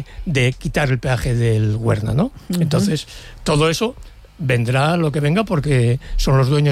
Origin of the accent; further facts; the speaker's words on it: Moreda de Aller, Asturias, Spain; Yo soy del un pueblín al lado de Turón. Soy de Moreda de Ayer.